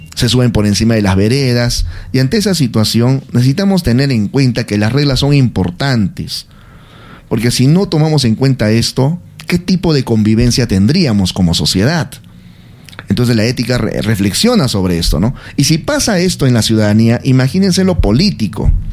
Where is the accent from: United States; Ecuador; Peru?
Peru; la mayoría de peruanos cometemos, no cumplimos las reglas.